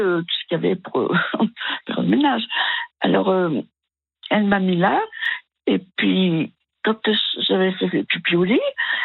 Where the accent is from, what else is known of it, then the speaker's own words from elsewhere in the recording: Cône, France; born there; Ah oui, je suis née à Cône.